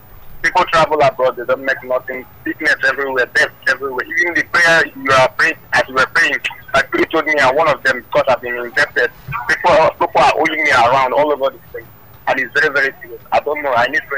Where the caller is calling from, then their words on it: Ogere, Ogun, Nigeria; I'm calling from Ogere, sir.